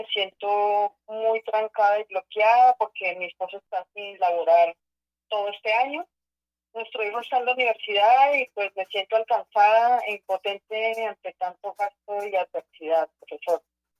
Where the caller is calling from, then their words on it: Bogotá, Colombia; Yo llamo acá desde el barrio Carimagua, en Kennedy, en Bogotá.